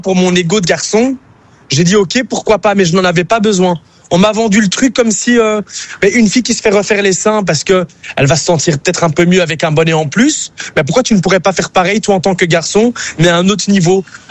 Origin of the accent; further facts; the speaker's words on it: Brussels, Belgium; Ils m'ont rappelé parce que oui, je suis belge. Oui. Je viens de Bruxelles.